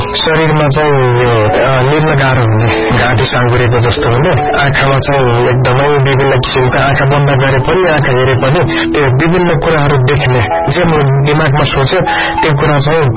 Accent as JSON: {"language": "Nepali", "town": "Gauriganga", "region": "Sudurpashchim Province", "country": "Nepal", "tie": "born there", "also_born_or_lived": "Dhangadhi", "moved": "as an adult", "lives_now": "Lalitpur, Nepal", "said": "र म चाहिँ कैलालीको गौरी गङ्गा 11 बिलङ्स गर्छु।"}